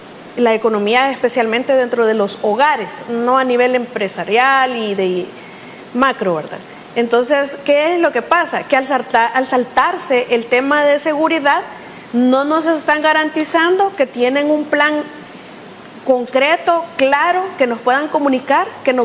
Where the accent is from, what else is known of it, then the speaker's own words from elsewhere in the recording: El Salvador; lo que esperamos como salvadoreños es no retroceder.